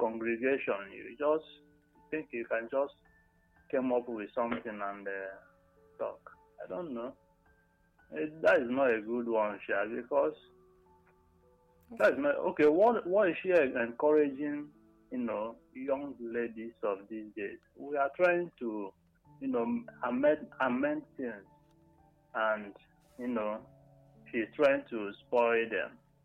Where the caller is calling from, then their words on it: Enugu, Enugu State, Nigeria; Good evening. … from Enugu.